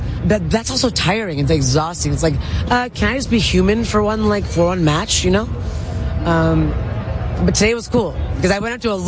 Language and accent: English; Michigan, United States; now in Los Angeles, United States; I grew up in Michigan, but I'll say this.